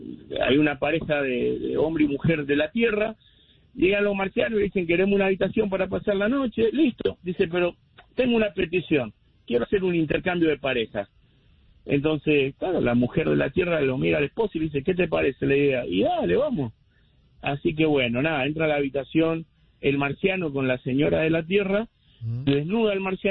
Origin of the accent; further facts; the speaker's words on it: Argentina; now in New York, United States; a los argentinos, mis paisanos